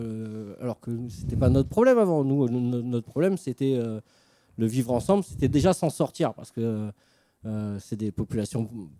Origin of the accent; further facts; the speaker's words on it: Bourges, Centre-Val de Loire, France; moved away; also born or lived in Arles; Alors, moi, j'ai grandi à Bourges.